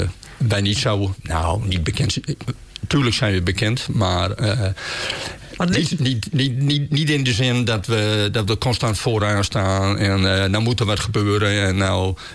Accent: Vierhuizen, Groningen, Netherlands; also born or lived in Ezinge; now in Scheemda, Netherlands; maar ik ben wel geboren in Ezinge. Maar ik ben opgegroeid in Vierhuizen, Hulrum. Het Hogeland, dat spreekt mij gewoon heel erg aan. Ik zeg altijd, en ik woon hier al vanaf 1979.

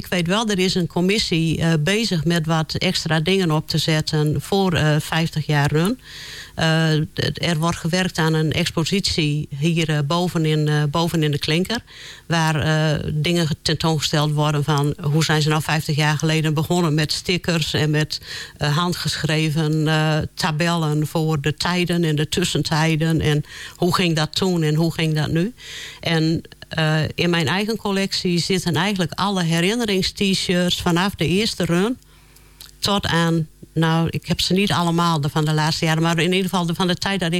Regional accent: Woldendorp, Groningen, Netherlands; born there; Ja, ik ben geboren in Woldendorp.

